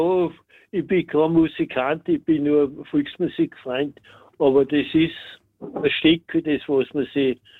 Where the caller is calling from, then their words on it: Radmer, Styria, Austria; aus Radmer, ein langjähriger Hörer